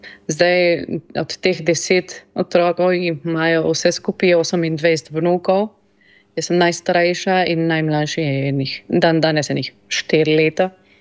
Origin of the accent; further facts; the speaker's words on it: San Miguel de Tucumán, Tucumán, Argentina; Slovenian is a second language; moved away as an adult; now in Slovenia; Sem se rodila v Tukumanu, to je v severu Argentine. Sem tam živela praktično celo življenje, 27 let. In potem sem pa se preselila sem v Slovenijo in tukaj živim že 3 leta pa pol približno. Imam pa slovenske korenine